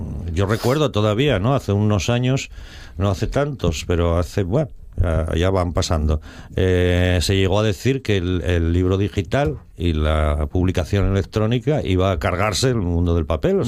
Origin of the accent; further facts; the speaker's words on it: Argentina; Acabo de aludir que soy un escritor argentino.